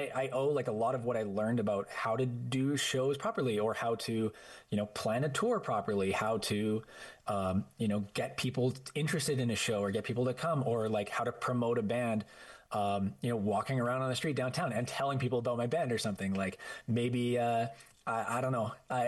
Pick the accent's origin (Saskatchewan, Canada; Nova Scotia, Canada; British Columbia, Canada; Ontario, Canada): British Columbia, Canada; Prince George; now in Calgary, Canada; we're from Prince George